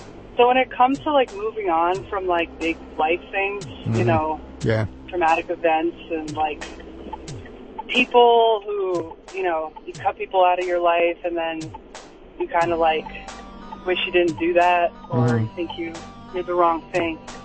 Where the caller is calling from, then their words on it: Rhinebeck, New York, United States; I'm calling from Rhinebeck.